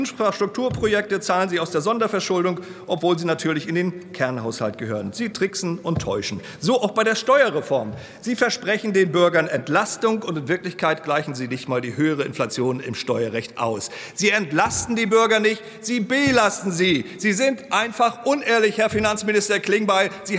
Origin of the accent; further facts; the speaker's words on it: Mecklenburg-Vorpommern, Germany; Nach Sachsen-Anhalt kommt jetzt mein Heimatland Mecklenburg-Vorpommern.